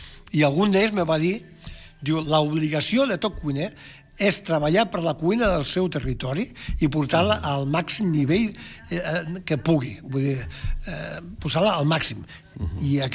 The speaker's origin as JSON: {"language": "Catalan", "region": "Catalonia", "country": "Spain", "said": "I, bueno, som cuiners catalans."}